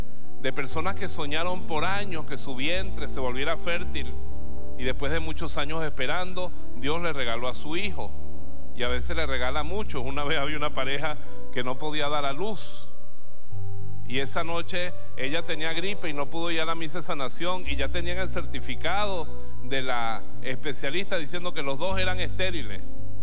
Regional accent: Bejuma, Carabobo, Venezuela; Y yo me convertí en Bejuma, en mi pueblo. Y detrás de Bejuma hay un cerro grandote, bello, que yo siempre lo he visto con mucho cariño. Allá arriba hay tigres y venados y todo todavía.

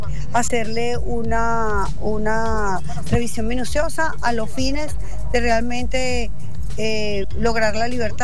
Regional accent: Venezuela

